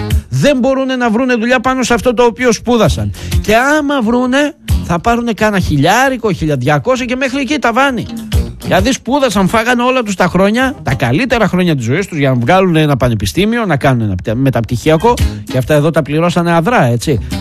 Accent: Greece; Εγώ ντρέπομαι που είμαι Έλληνας

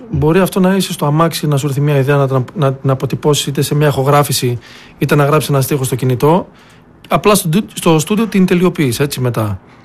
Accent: Thessaloniki, Central Macedonia, Greece; Η καταγωγή μου είναι από Θεσσαλονίκη, απλά η μητέρα μου είναι από Κοζάνη και ο πατέρας μου έχει και ρίζες και από Καβάλα.

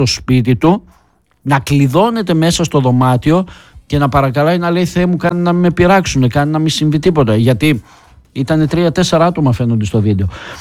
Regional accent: Greece

